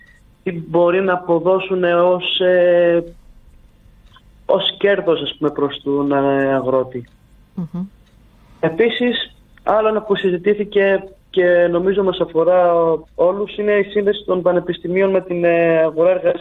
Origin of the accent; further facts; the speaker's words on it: Volos, Thessaly, Greece; είμαστε από τη Θεσσαλία και από το Βόλο